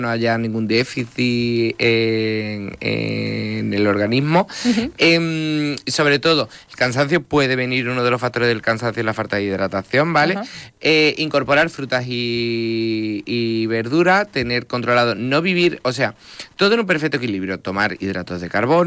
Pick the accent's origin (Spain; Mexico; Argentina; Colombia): Spain; Andalusia; somos andaluces, nuestra dieta es maravillosa.